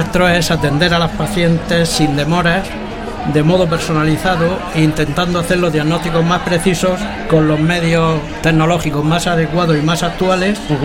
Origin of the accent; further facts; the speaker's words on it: Alhama de Murcia, Region of Murcia, Spain; now in Lorca, Spain; en Alhama de Murcia, que es mi pueblo